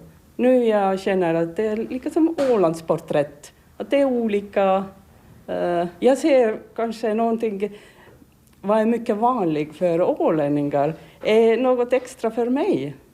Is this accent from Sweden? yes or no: no; Tallinn, Harju County, Estonia; Swedish is a second language